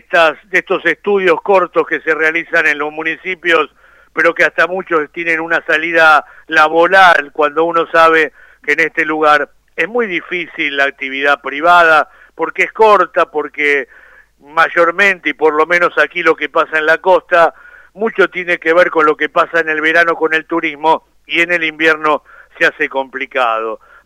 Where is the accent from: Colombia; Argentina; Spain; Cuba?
Argentina